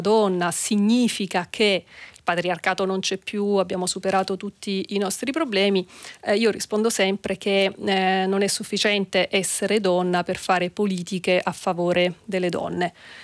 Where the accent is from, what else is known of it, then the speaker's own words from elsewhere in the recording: Sicily, Italy; moved away as an adult; now in Germany; sono siciliana, vivo in Germania